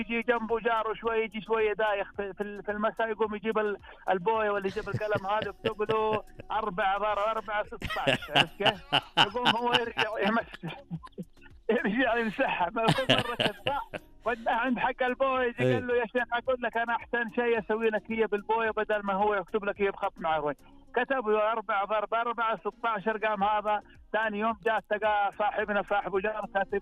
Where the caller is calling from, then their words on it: Medina, Medina Province, Saudi Arabia; من المدينه ومنطقه اسمها منطقه العيون.